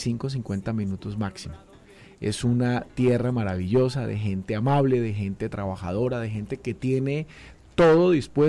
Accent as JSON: {"language": "Spanish", "town": "San Carlos de Guaroa", "region": "Meta", "country": "Colombia"}